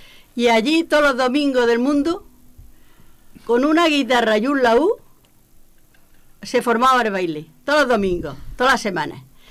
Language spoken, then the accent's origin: Spanish; Fortuna, Region of Murcia, Spain; Yo nací en Fortuna.